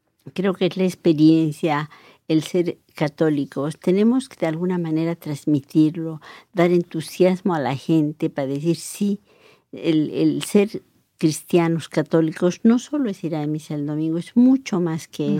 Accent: Bolivia; moved away as an adult; now in Quebec, Canada; Mis estudios los hice en mi país, en Bolivia.

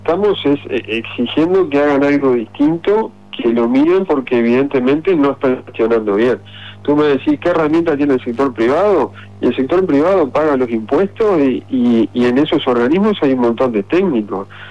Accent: Uruguay

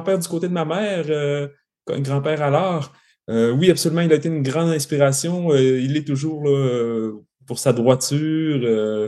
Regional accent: Saint-Prime, Quebec, Canada; Alors, je suis originaire de Saint-Prime, un petit village du lac Saint-Jean, un petit village agricole de campagne situé entre Roberval et Saint-Félicien.

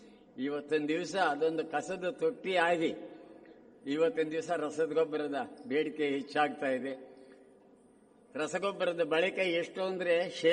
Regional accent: Kolar district, Karnataka, India; ನಮ್ಮ ಕೋಲಾರ ಜಿಲ್ಲೆಗೆ

